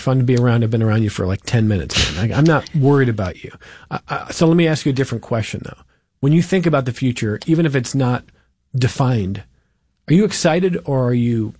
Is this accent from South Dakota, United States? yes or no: no; Cleveland, Ohio, United States; now in Rochester, United States; I mean, I love living in Rochester. I grew up in Cleveland